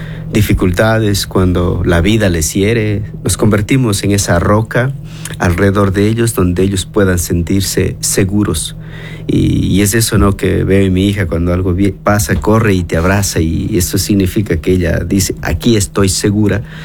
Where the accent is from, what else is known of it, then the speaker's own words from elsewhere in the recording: Cañar, Ecuador; born there; now in Cuenca, Ecuador; yo nací en Cañar. Esta ciudad me ha adoptado.